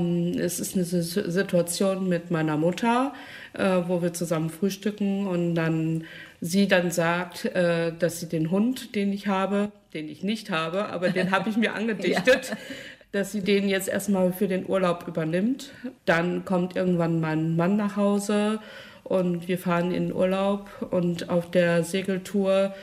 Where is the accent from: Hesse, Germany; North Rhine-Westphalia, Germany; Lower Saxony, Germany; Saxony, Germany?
North Rhine-Westphalia, Germany; Rheda-Wiedenbrück; born there; now in Hamm, Germany; Ja, ich bin nicht gebürtige Hammenserin. Ich wohne erst seit 2011 in Hamm. Gebürtig komme ich aus Reda-Wiedenbrück.